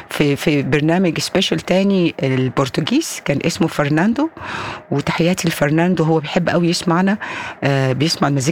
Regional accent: Egypt; وعندنا في مصر

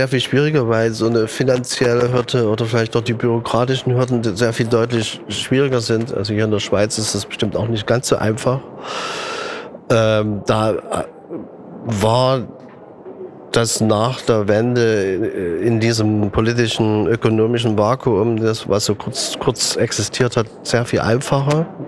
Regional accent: Germany; ich bin an der DDR groß geworden.

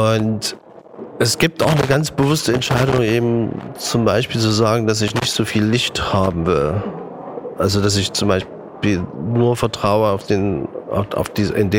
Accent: East Germany, Germany; ich bin an der DDR groß geworden.

